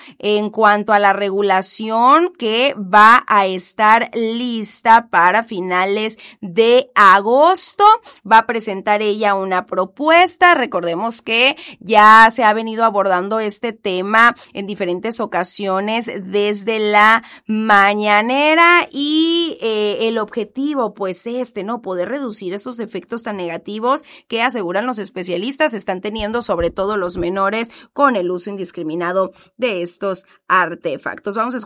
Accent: Mexico

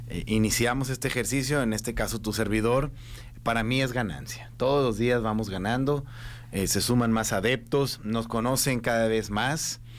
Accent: Hermosillo, Sonora, Mexico; yo soy de Hermosillo, yo vivo en Hermosillo

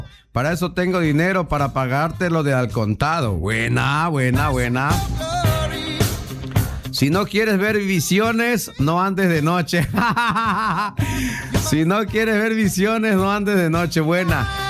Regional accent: Tabasco, Mexico; aquí desde el sector 5. Eso, de mi tierra, Pomoca querida, Pomoca dorada.

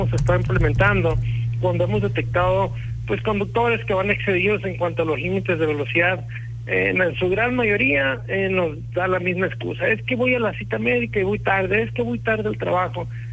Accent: Mexico; como buenos mexicanos siempre vamos tarde al trabajo.

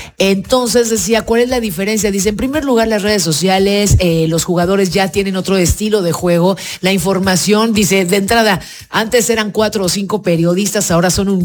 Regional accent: Mexico

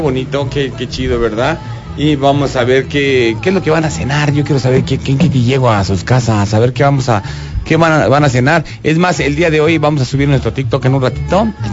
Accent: Mexico; somos bien mexicanos

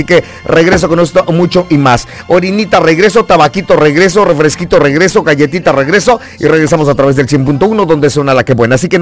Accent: Veracruz, Mexico; Me hiciste trasladarme hasta mi tierra querida llamada de mi bello Veracruz.

